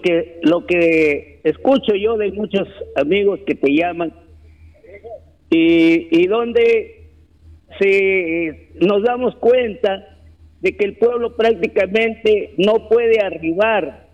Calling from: Chiclayo, Lambayeque, Peru; yo vivo en Chiclayo, mi trabajo es en Chiclayo, bueno, y de vez en cuando yo voy a Olmos porque ahí tengo mi familia, tengo mis hermanos, casi la mayoría de familiares están ahí en Olmos.

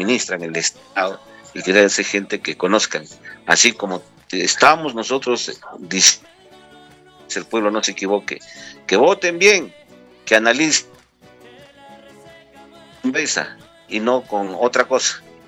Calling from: Peru; con sentimiento de lo que somos peruanos

